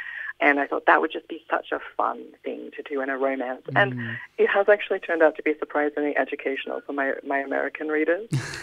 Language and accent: English; Australia; I'm Australian, so like everything that's going to come out of my writing is going to naturally sound Australian.